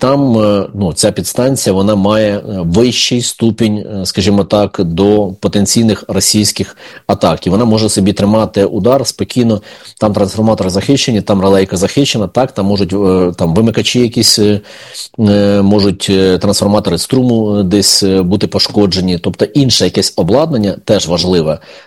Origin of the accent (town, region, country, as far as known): Kyiv, Ukraine